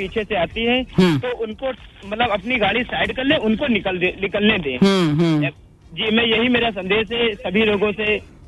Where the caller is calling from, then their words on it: Rampur Katra, Barabanki district, Uttar Pradesh, India; जी हमारा गांव है … रामपुर कटरा, फुलवारी बाजार, जिला बाराबंकी से बात कर रहे हैं।